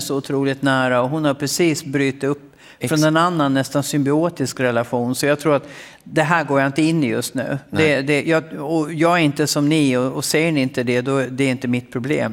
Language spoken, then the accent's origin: Swedish; Gotland, Sweden; accent: Gotlandic; moved away as an adult; utan jag pratar vanlig gotländska